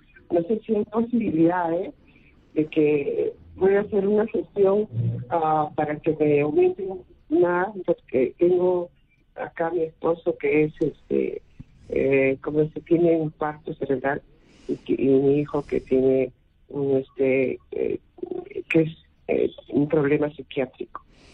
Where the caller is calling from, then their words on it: Lima, Peru; de Pueblo Libre.